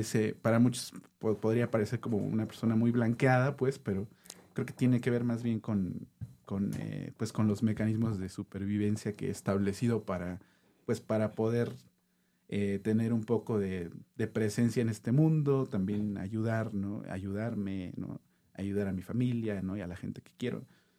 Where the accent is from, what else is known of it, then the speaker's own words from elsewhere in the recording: Mexico City, Mexico; born there; Yo nací aquí, bueno, yo siempre digo que tuve como el infortunio de nacer en la Ciudad de México, porque mi familia es oaxaqueña, entonces todos mis hermanos nacieron en la sierra de Oaxaca.